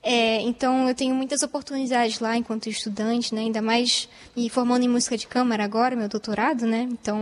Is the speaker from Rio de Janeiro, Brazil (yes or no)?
yes; Rio de Janeiro, Brazil; moved away as an adult; eu venho do Rio, que é mais quente ainda, né? Não é qualquer lugar do Brasil.